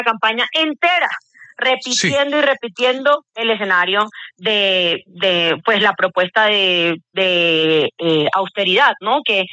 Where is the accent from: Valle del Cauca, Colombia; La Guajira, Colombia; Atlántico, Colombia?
Atlántico, Colombia; Barranquilla; yo lo digo como barranquillera, ¿no? Yo estoy muy feliz de que la ciudad, de que mi ciudad esté en el centro del debate público